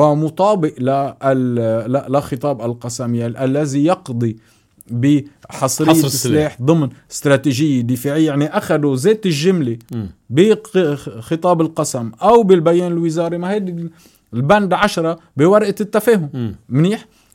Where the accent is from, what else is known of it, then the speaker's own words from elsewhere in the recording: Lebanon; بحرب لمصلحة لنا فيها كلبنانيين